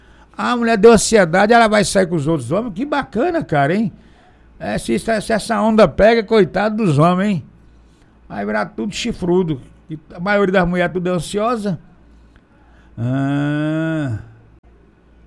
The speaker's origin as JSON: {"language": "Portuguese", "town": "Barra do Garças", "region": "Mato Grosso", "country": "Brazil", "said": "eu sou de Barra do Garças"}